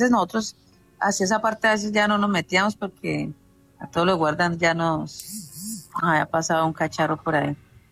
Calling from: Yumbo, Valle del Cauca, Colombia; Desde Yumbo

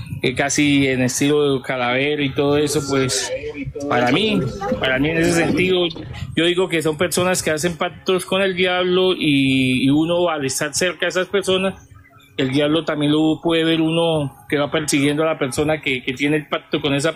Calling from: Piedecuesta, Santander, Colombia; De Piedecuesta, Santander.

